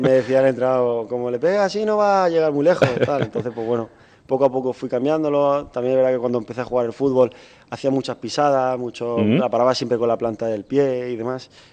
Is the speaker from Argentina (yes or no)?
no; Murcia, Region of Murcia, Spain; born there; Yo nací en Murcia